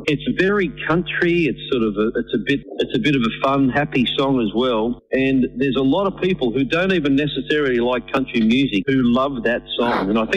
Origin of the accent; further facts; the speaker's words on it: Australia; I'm Australian. I love Australia. I love Australian stories.